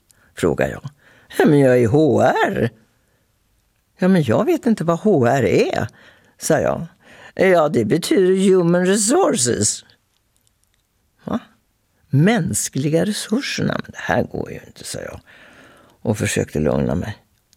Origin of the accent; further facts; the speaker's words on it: Linköping, Östergötland, Sweden; now in Stockholm, Sweden; Och så är vi båda från Bomvirsland, vi är lantisar alltså. Jag är från Linköping, han från Grisslehamn. Och har båda begett oss till Stockholm för att överleva.